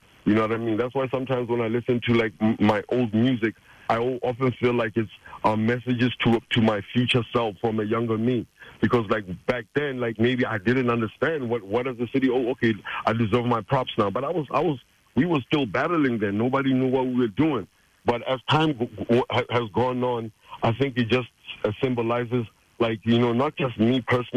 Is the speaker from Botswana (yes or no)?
yes; Jwaneng, Southern District, Botswana; also born or lived in Francistown; I grew up in Jwaneng amongst like a golden era pretty much that, you know, Debswana had ushered in and afforded us, you know. So we had a cosmopolitan, multicultural environment.